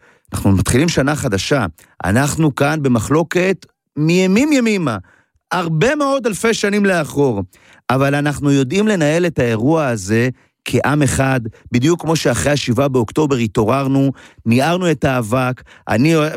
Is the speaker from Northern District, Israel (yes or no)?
yes; Ein Gev, Northern District, Israel; אני גדלתי בכנרת, בעין גב, ואצלנו כשרצינו לאמן את הכושר הגופני שלנו לקראת הצבא, אז היינו עושים את התרגיל הבא.